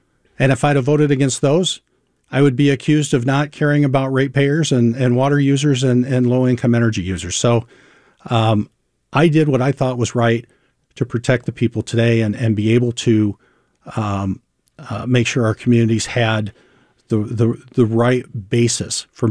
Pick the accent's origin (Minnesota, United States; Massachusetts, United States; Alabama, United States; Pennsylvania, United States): Minnesota, United States; Prior Lake; Sure. Well, I grew up in Prior Lake. I raised my family there, and I've spent most of my life in CD2.